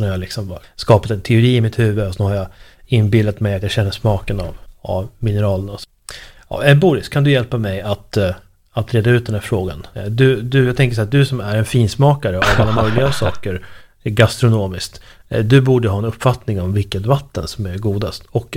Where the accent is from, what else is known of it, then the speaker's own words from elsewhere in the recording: Uppsala, Uppsala County, Sweden; now in Stockholm, Sweden; Jag tycker ju kranvattnet i min hemstad Uppsala smakar väldigt bra. Jag har bott i Stockholm väldigt länge